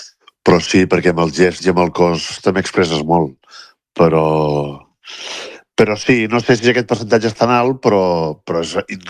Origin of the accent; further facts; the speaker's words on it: Vilanova i la Geltrú, Catalonia, Spain; jo soc de Vilanova i la Geltrú